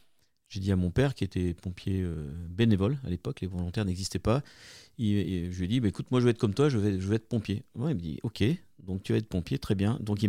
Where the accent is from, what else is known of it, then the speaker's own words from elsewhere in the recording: Mâcon, Bourgogne-Franche-Comté, France; moved away as an adult; also born or lived in Paris / Caen / Annemasse; now in Limoges, France; Je ne suis pas originaire de Limoges, mais de la Bourgogne. Je suis originaire de Mâcon. Je suis un Mâconnais. Et je suis issu d'une famille où on est sapeurs-pompiers de père en fils.